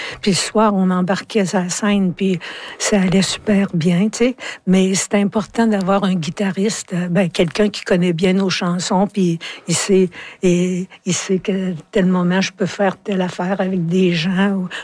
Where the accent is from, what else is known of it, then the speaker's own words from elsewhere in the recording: Quebec, Canada; Mais tu sais, je viens de l'Abitibi